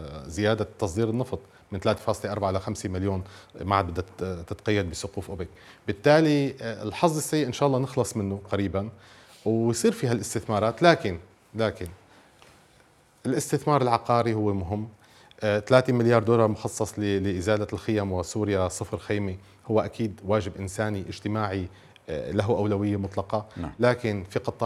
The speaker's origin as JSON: {"language": "Arabic", "country": "Syria", "said": "على ما يبدو نحن كسوريين حظنا سيء"}